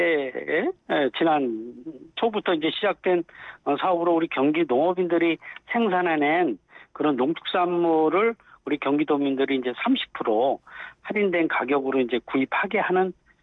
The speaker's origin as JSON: {"language": "Korean", "town": "Pocheon", "region": "Gyeonggi Province", "country": "South Korea", "tie": "born or raised there", "said": "저는 포천이 고향이에요."}